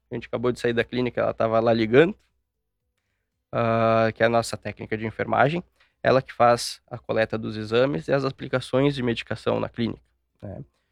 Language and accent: Portuguese; Porto Alegre, Rio Grande do Sul, Brazil; moved away as an adult; now in Nova Prata, Brazil; eu sou nascido e criado em Porto Alegre, né?